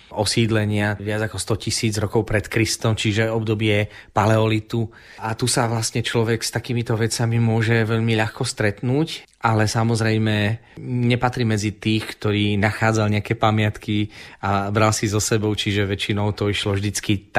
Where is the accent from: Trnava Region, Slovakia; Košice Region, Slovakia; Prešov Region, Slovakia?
Košice Region, Slovakia; Spišské Podhradie; pochádzam zo Spišského Podhradia, ktoré je zapísané do svetového dedičstva a je to vlastne jedno z prvých lokalít na Slovensku, prvých troch lokalít.